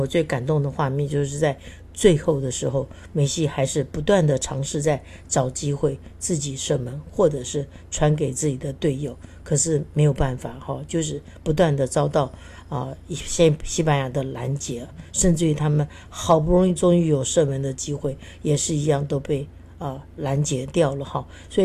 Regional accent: Keelung, Taiwan; also born or lived in Taipei; 一个在基隆长大的一个小不拉几的一个孩子能够到台北来念书，

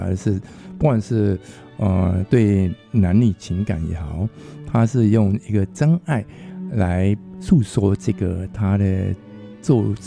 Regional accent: Myanmar; moved away as an adult; now in Taiwan; 我来台湾。那台湾之前的话，我在缅甸出生长大，然后我在缅甸大学毕业，然后OK， 我就是缅甸的华侨嘛。

